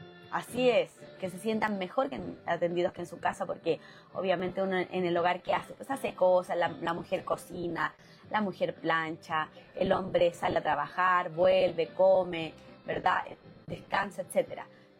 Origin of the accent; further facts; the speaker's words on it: Chile; now in Mexico; Pero nosotros tenemos un acento diferente al de México, ¿verdad? Nosotros hablamos un poquito más rápido, hablamos un poquito más curioso, como dicen aquí, ¿verdad? Tenemos ciertas palabras que nos caracterizan a nosotros los chilenos, como el ya, como el po